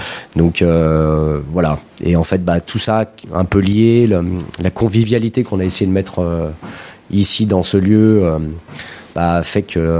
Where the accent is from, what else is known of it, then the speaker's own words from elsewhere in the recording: France; même chez nous en France